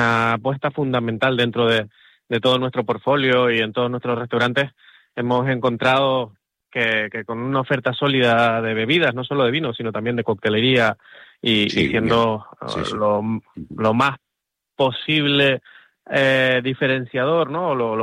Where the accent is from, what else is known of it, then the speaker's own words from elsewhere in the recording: Canary Islands, Spain; un auténtico privilegio y un orgullo como representante canario